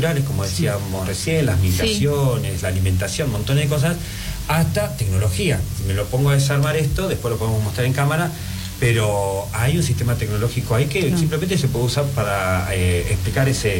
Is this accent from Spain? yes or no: no; Patagonia, Argentina; Miren que yo soy muy patagónico y diseñé muchos juguetes, decenas de juguetes para dentro de la casa.